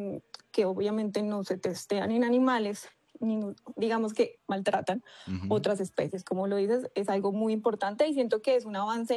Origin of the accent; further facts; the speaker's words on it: Colombia; como orgullosamente colombiana, me emociona mucho porque la cultura a nivel Colombia es muy fuerte